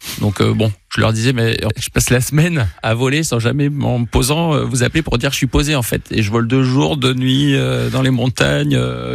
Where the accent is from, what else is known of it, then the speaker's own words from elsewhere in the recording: Monbazillac, Nouvelle-Aquitaine, France; j'ai 47 ans et je suis de Montbazillac